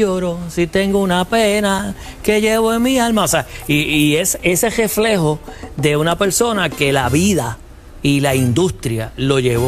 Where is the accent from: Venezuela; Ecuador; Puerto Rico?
Puerto Rico; Mayagüez; Entonces, el jueves 15 estoy en mi pueblo en Mayagüez.